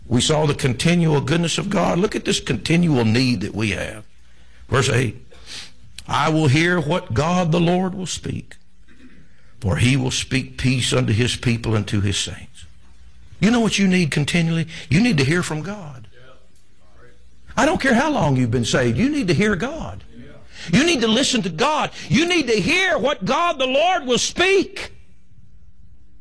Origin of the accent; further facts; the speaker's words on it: United States; It's because we're Americans